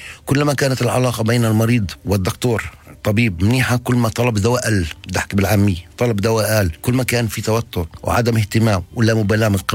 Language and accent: Arabic; Palestine; وإحنا كفلسطينيين